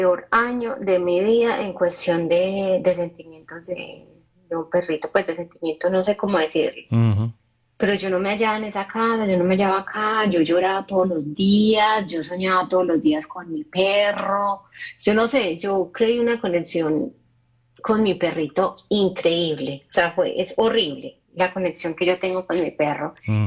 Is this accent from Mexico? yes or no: no; Colombia; moved away as an adult; Yo, pues obvio, vengo de Colombia, me vine aquí a vivir, pues, porque yo me casé con alguien de acá.